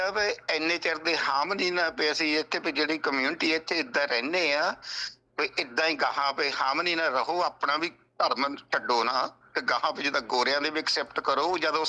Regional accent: Woolgoolga, New South Wales, Australia; born there; Punjabi is a second language; also born or lived in India; ਮੈਂ ਇੱਥੋਂ ਸਟਾਰਟ, ਪਹਿਲੀ ਕੱਚੀ 'ਚੋਂ ਇੱਥੋਂ ਸਟਾਰਟ ਹੋਇਆ 5 ਸਾਲਾਂ ਦਾ ਸਕੂਲ।

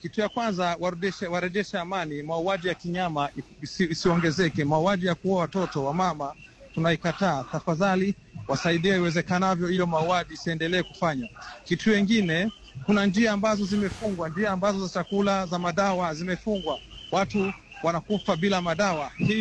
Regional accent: DR Congo; sisi ni wakongomani kama wengine

